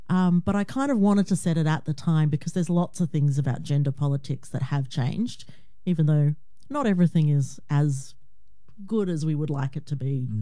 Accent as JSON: {"language": "English", "town": "Keilor", "region": "Victoria", "country": "Australia", "tie": "born or raised there", "lives_now": "Essendon, Australia", "said": "Yeah, that's right. I grew up in Keilor"}